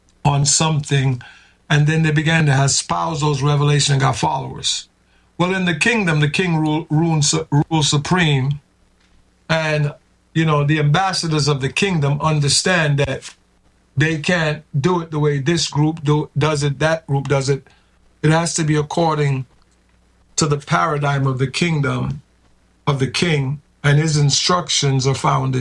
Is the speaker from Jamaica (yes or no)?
yes; Jamaica; born or raised there; also born or lived in England; now in United States